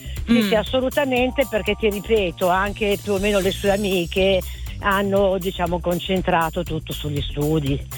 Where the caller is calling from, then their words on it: Rho, Lombardy, Italy; Io chiamo da Ro, provincia di Milano.